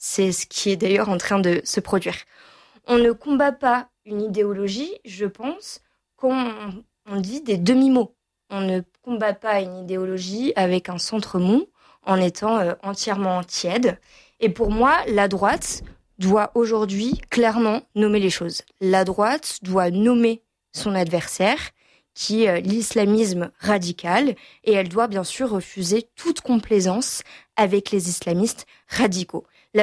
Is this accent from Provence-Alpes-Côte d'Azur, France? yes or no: no; Biarritz, Nouvelle-Aquitaine, France; Déjà, le Pays basque, Biarritz, c'est chez moi. C'est là où je suis née, c'est là où j'ai grandi, c'est là où j'habite.